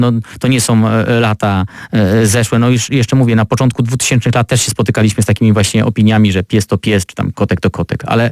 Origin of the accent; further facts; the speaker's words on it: Opole Voivodeship, Poland; u nas na Opolszczyźnie